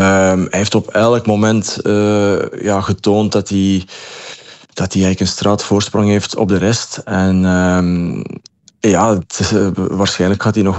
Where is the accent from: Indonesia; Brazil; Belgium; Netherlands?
Belgium